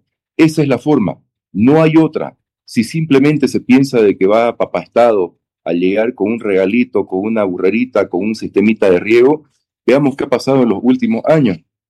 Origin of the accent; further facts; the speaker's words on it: Bolivia; nuestro orgullo boliviano